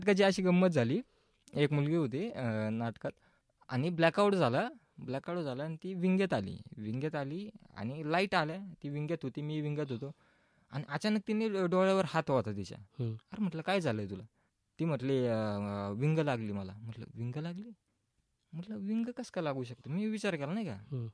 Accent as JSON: {"language": "Marathi", "town": "Ahmednagar", "region": "Maharashtra", "country": "India"}